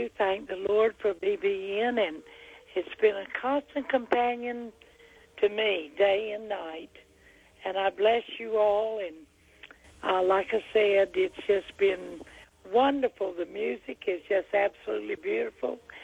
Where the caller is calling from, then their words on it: Virginia, United States; I'm calling from Virginia, and I'm a 88-year-old widow